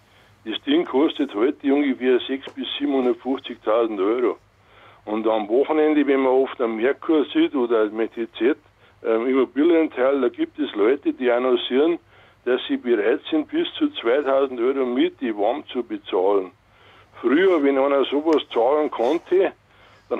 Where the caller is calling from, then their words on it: Hebertshausen, Bavaria, Germany; ich bin aus Hebertshausen bei Dachau.